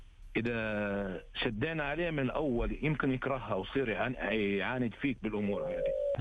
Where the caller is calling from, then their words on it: Riyadh, Riyadh Province, Saudi Arabia; أنا أكلمك من الرياض.